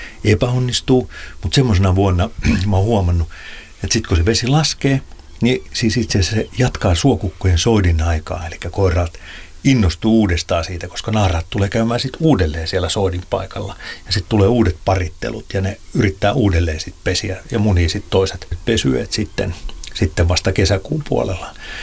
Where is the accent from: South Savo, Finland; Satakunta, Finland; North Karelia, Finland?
Satakunta, Finland; Pori; Mä muistan 80-luvulla, niin kun mä oon Porista kotoisin, niin siellä oli vielä suokukkoja soittimia.